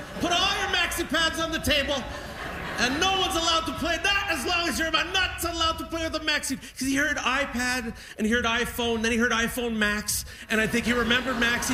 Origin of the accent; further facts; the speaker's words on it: Niagara-on-the-Lake, Ontario, Canada; Thank you, Niagara-on-the-Lake, my hometown.